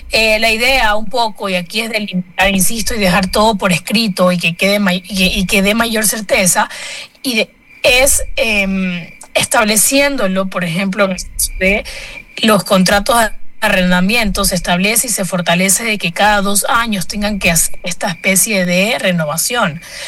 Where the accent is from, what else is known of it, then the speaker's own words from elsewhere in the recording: Los Ríos, Ecuador; moved away as an adult; now in Quito, Ecuador; Yo no soy de Quito, yo soy de la provincia de Los Ríos.